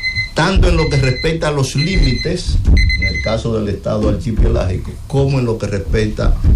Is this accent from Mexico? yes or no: no; Monte Cristi, Dominican Republic; born there; En el caso de Montecristi hay barrios enteros, como el barrio donde yo nací